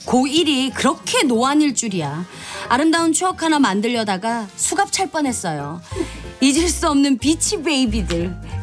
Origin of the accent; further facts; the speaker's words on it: Cheongsong, North Gyeongsang, South Korea; born there; 저는 집이 청송이었는데.